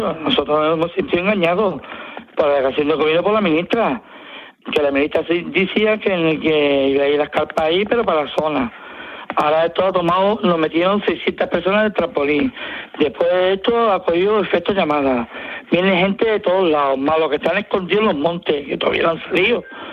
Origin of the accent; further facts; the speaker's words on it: Ceuta, Spain; born there; Ceuta llevamos, no sé cuánto, vamos, de que yo nací, que tengo 50 años, en una convivencia con musulmanes, con indios, con hebreos, con todas las clases de religiones.